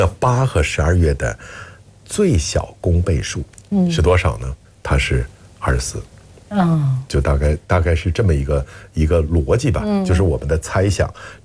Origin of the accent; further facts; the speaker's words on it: Northeast China, China; 我是东北人，